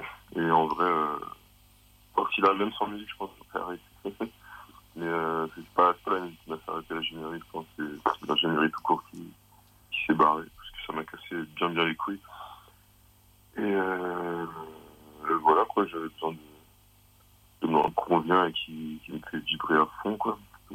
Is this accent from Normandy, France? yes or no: yes; Normandy, France; j'avais des potes dans mon bled en Normandie.